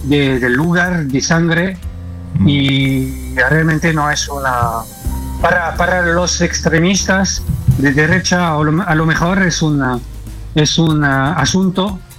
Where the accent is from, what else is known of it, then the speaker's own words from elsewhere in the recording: France; Yo tengo origen por mi abuelo, bisabuelo de España, y no soy español. En Francia somos franceses.